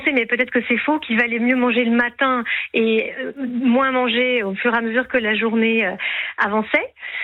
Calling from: Meylan, Auvergne-Rhône-Alpes, France; moi j'habite à Meylan. Donc on a encore la canicule, mais on a de la chance, on habite un peu en hauteur.

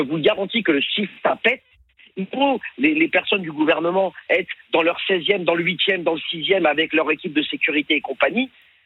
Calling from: Île-de-France, France; Alors, des Hauts-de-Seine.

